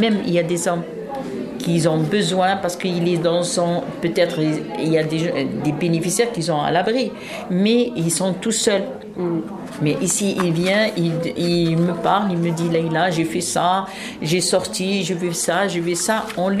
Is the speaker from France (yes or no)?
no; Algeria; Oui, oui, oui. Moi, je suis algérienne.